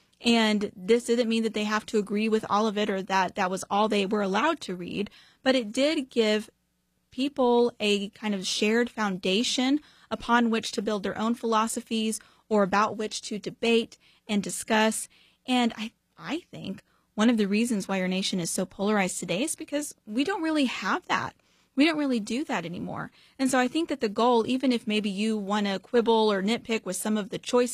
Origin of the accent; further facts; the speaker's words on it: Texas, United States; we talked about something that my home state, Texas, had gone viral for